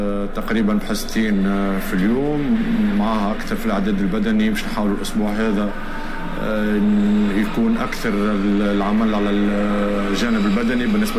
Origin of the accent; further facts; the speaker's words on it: Tunisia; ان شاء الله الفناتر الثالثه تكون عندنا في تونس مع المنتخبات المترشحه